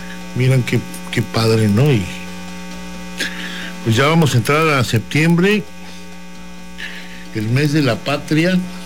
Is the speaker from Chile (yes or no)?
no; Mexico; ni me siento menos mexicano.